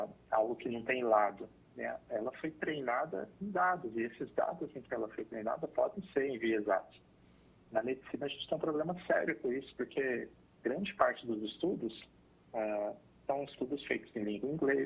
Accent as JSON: {"language": "Portuguese", "town": "Ribeirão Preto", "region": "São Paulo", "country": "Brazil", "said": "eu sou de Ribeirão Preto, São Paulo"}